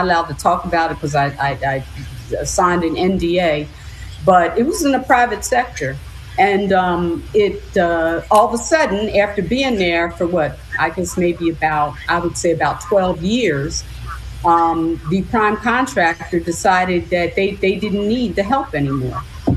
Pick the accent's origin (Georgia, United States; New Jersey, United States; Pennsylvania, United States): Pennsylvania, United States; Philadelphia; We feel kind of proud, you know, because we're all here from Philadelphia.